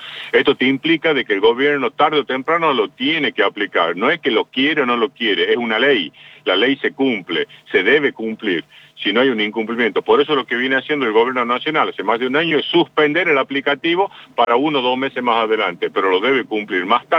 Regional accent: Santiago del Estero, Argentina; si bien soy de Santiago del Estero

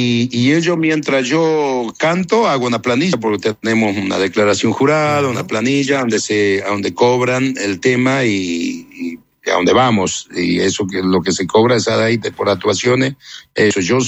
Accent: Chaco, Argentina; born there; acabo de venir porque vengo del Chaco. Vos sabés que yo armé una cancha de fútbol allá donde yo nací, donde era el cerco de mi mamá.

